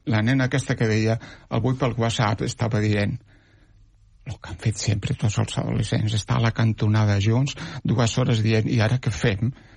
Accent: Catalonia, Spain; jo sóc un quinqui del Baix Llobregat.

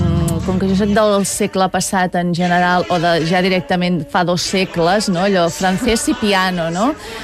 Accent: Catalonia, Spain; Jo que soc de platja, soc del Maresme

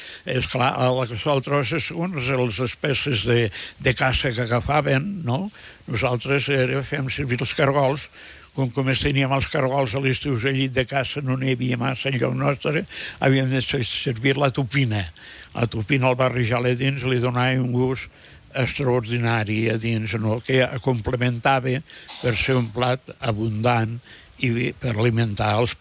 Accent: Catalonia, Spain; also born or lived in Val d'Aran; la meva comarca, la de la Segrià

